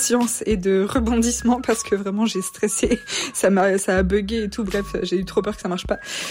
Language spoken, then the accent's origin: French; Switzerland; moved away as an adult; now in Paris, France; Ça fait bientôt 6 ans que j'habite à Paris, mais je suis originaire de Suisse.